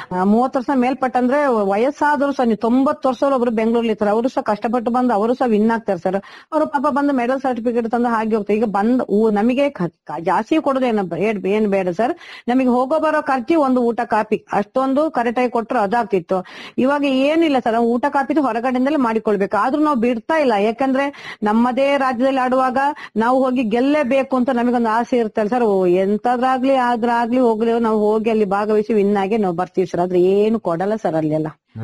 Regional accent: Karnataka, India; ಮತ್ತೆ ನನ್ನನ್ನು ನಮ್ಮ ಊರಲ್ಲೆಲ್ಲ ಗುರುತಿಸಿದ್ದಾರೆ. ಕುಂಬಳಚೇರಿಯಲ್ಲಿ ಚಿಗುರುನವರು ನನ್ನನ್ನು ಗುರುತಿಸ್ತಾರೆ

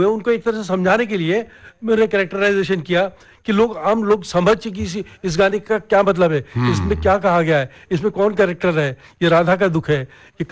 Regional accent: Jaipur, Rajasthan, India; हिंदी का लिमिटेड उसमें सब कुछ था। जयपुर मेरे लिए पूरा खुला मंच था

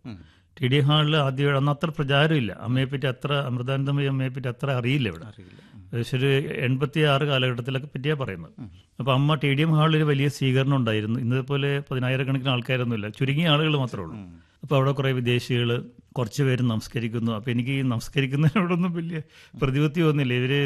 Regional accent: Ernakulam, Kerala, India; അത് ഞാൻ പഠിച്ചതും വളർന്നതും ഒക്കെ എറണാകുളമാണ് എൻ്റെ നഗരം.

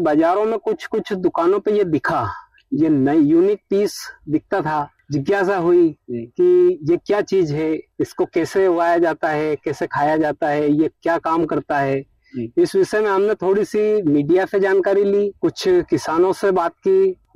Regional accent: Ujjain district, Madhya Pradesh, India; उज्जैन जिले का निवासी हूँ, ग्राम ताजपुर में मेरी खेती है और मैं एक छोटा सा किसान हूँ।

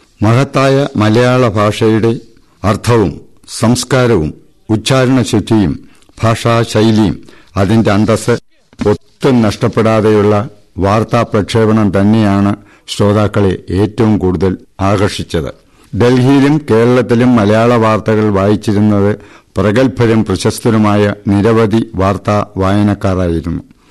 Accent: Chirayinkeezhu, Kerala, India; എന്റെ ഗ്രാമം തിരുവനന്തപുരം ജില്ലയിലെ ചിറയിൻകീഴാണ്.

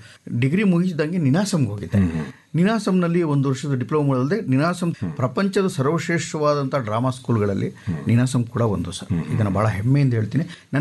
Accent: Nagamangala, Karnataka, India; moved away; also born or lived in Mandya; ನಾನು ಮಂಡ್ಯದ ಅವ್ರನ್ನ ಮಂಡ್ಯದಲ್ಲಿದ್ದಾಗ ನಾನು ಹುಟ್ಟಿದೆ. ಆಮೇಲೆ ಬಾಲ್ಯನ ನಾಗಮಂಗಲಕ್ಕೆ ಅಷ್ಟೊತ್ತಾಗಲೇ ಟ್ರಾನ್ಸ್ಫರ್ ಆಗಿತ್ತು.

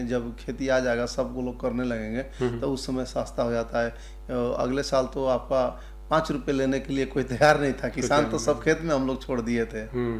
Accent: Garhwa district, Jharkhand, India; हम गोंदा गांव के रहने वाले हैं।

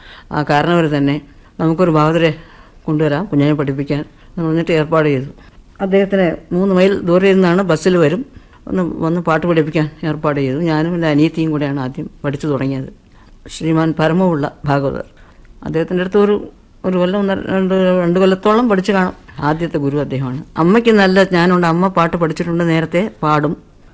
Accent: Elamannur, Kerala, India; also born or lived in Parassala; അപ്പൊ ഞാൻ ജനിച്ചത് പാറശാലയാണ്. അച്ഛൻ സ്കൂൾ ടീച്ചറായിരുന്നു. അച്ഛന് പ്രൊമോഷനായിട്ട് അടൂരിൻ്റെ അടുത്ത് ഒരു നാട്ടുംപുറം ഇളമണ്ണൂർ എന്നുള്ള സ്ഥലത്ത് ഒരു പ്രൈമറി സ്കൂൾ ഹെഡ്മാസ്റ്ററായിട്ട് പ്രൊമോഷൻ കിട്ടി.

